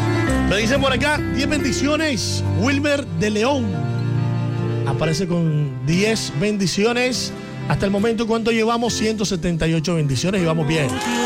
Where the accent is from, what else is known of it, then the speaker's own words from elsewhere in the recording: Barranquilla, Atlántico, Colombia; La calle de mi tierra, Barranquilla.